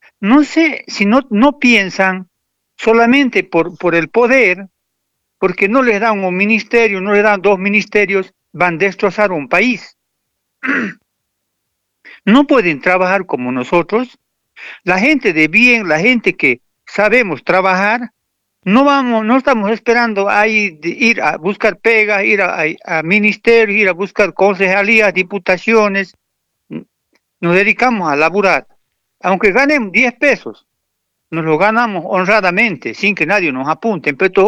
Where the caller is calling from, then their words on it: Tarija, Bolivia; Yo también soy de ojotas, de poncho, soy chapaco. Y me creo campesino